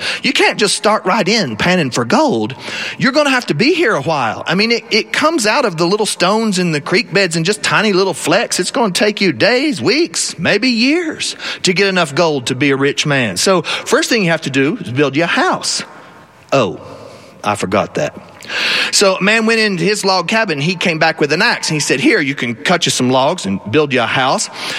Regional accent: South Carolina, United States; I'm from South Carolina. We have alligator where I live.

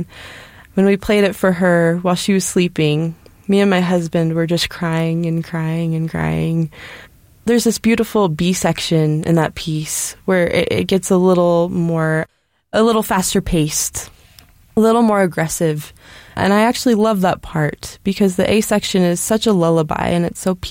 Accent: Provo, Utah, United States; from Provo, Utah, and my Friday favorite is

